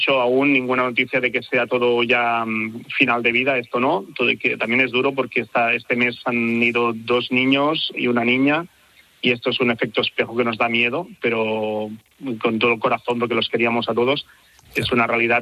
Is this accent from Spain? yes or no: yes; Catalonia, Spain; now in Barcelona, Spain; Pues otra vez viviendo en Barcelona, nosotros somos de la Garrocha, de la comarca ahí a lo alto de Cataluña